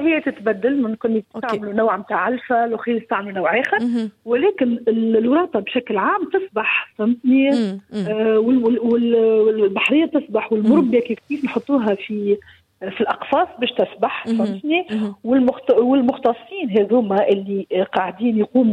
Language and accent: Arabic; Sahel, Tunisia; عندنا في الساحل نتاعنا